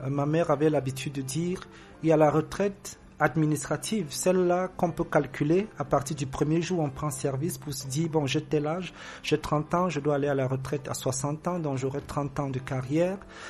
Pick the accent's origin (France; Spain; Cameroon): Cameroon; first language Beti; French is a second language; …, qui dans ma langue maternelle, je suis Béti, signifie quelqu'un de pas sérieux